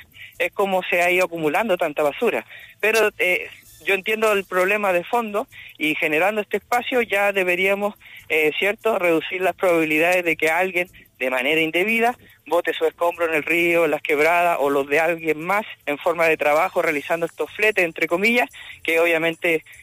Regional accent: Tierra Amarilla, Atacama, Chile; nacido y criado en Tierra Amarilla, al frente del río, así que conozco aquí bien mi territorio.

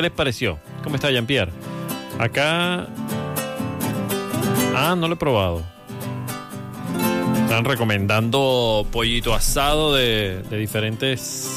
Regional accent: Copiapó, Atacama, Chile; Copiapó, mi ciudad natal

